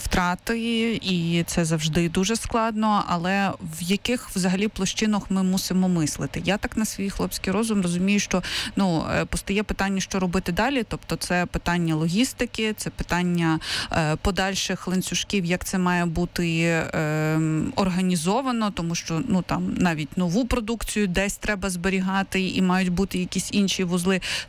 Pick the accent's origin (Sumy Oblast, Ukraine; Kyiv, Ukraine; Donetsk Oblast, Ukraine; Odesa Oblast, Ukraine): Kyiv, Ukraine; Ну, принаймні, знову ж таки, я як киянка не бачу цього наразі в магазинах.